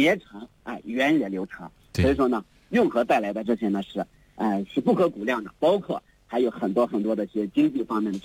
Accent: Guangxi, China; 我们的广西

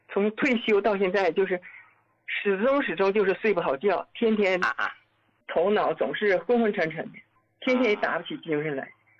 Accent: Jilin, China; 我是吉林的那个听众。我今年69岁

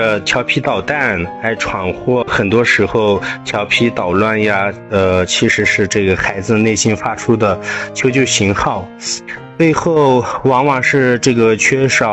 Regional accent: China; 我当时作为中国人的那种自豪感真的是无以言表，

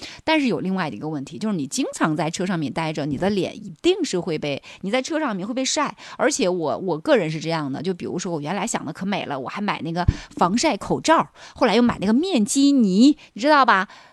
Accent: Heilongjiang, China; moved away as an adult; now in Panjin, China; 我一个外地人，就你看我是黑龙江人，我在盘锦生活这十几年的时间中，我感觉我已经不知不觉变成了一个盘锦通，我甚至比很多盘锦人还盘锦人。

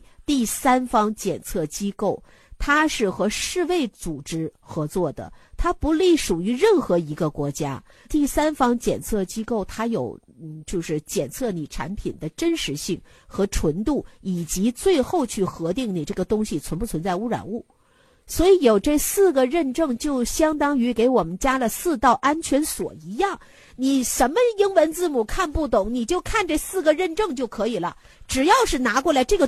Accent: China

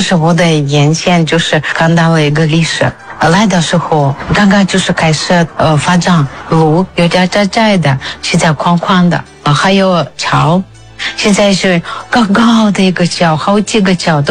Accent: Novosibirsk, Novosibirsk Oblast, Russia; Chinese is a second language; now in Karamay, China; 我是中国石油大学北京克拉玛依校区当外教。那我是俄罗斯人，我来自新西伯利亚。

